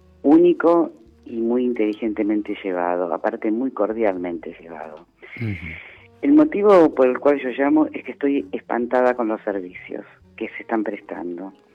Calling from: Buenos Aires, Argentina; de Liniers.

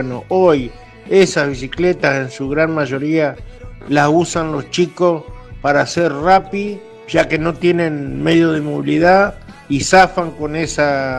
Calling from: Paraná, Entre Ríos, Argentina; Les hablo a Luis desde Paraná, Entre Ríos.

